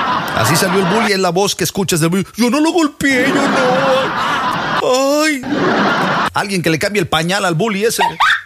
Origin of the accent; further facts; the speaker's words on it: Veracruz, Mexico; yo soy de Veracruz